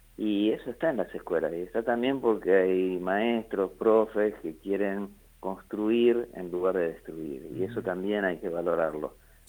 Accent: Argentina; lo que somos como argentinos, ¿no?

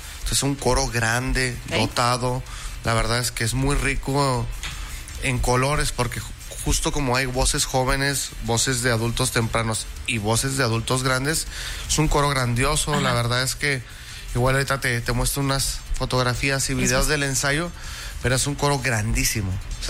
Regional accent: Chihuahua, Mexico; 5 somos orgullosamente chihuahuenses.

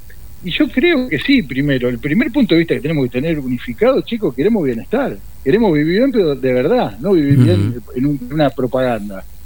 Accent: Argentina; Yo soy argentino.

